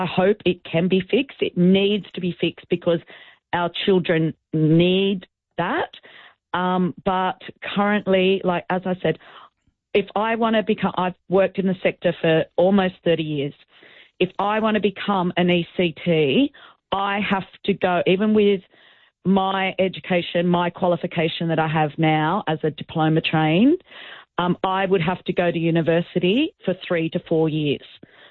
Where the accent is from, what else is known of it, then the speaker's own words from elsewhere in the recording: Australia; born there; because I'm Australian, I was born here